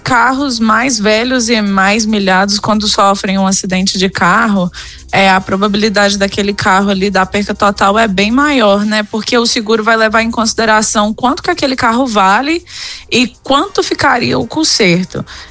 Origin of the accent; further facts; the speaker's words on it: Espírito Santo, Brazil; also born or lived in Minas Gerais / Mato Grosso; Eu sou mineira do Espírito Santo. Mas eu morei lá em Minas por muitos anos e depois eu morei um tempo no Mato Grosso também.